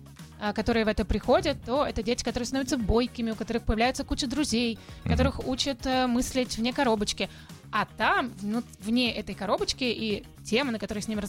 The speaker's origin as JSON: {"language": "Russian", "region": "Moscow", "country": "Russia", "tie": "born or raised there", "moved": "yes", "lives_now": "Israel", "said": "там, где я выросла, в Москве"}